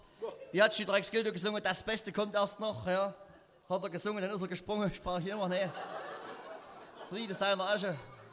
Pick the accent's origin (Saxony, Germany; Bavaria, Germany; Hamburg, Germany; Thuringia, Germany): Saxony, Germany; Thum; Ich komme aus Thum, Ortsteil Jahnsbach. Die verrückten Thumer haben uns damals 1999 eingemeindet.